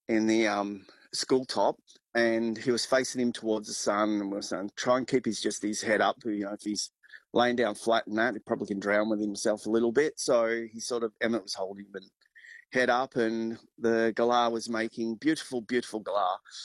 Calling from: St George, Queensland, Australia; We're currently at St George, heading our way all the way down to Broken Hill to the Monday Bash.

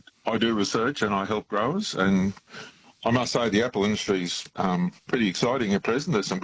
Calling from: Stanthorpe, Queensland, Australia; I'm in Stanthorpe. I've been here for 42 years.

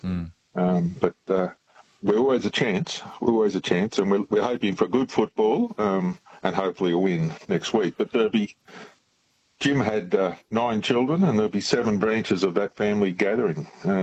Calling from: Stanthorpe, Queensland, Australia; I'm in Stanthorpe. I've been here for 42 years.

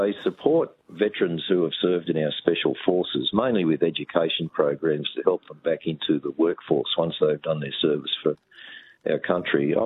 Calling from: Lightning Ridge, New South Wales, Australia; I'm calling you from Lightning Ridge.

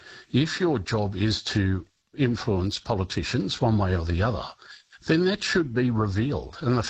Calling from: Canberra, Australian Capital Territory, Australia; I'm calling you from Parliament House down in Canberra

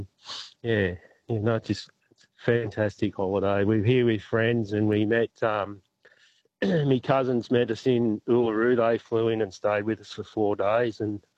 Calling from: Moama, New South Wales, Australia; We're from Moama.

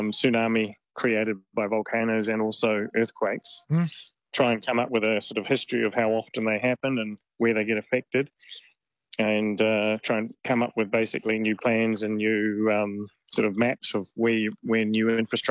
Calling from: Vanuatu; I'm calling you from Vanuatu at the moment

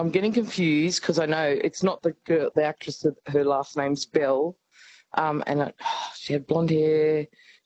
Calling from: North Beach, Australia; from North Beach.

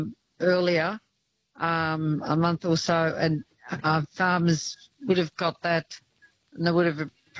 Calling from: Swan Hill, Victoria, Australia; I'm ringing from Swan Hill.

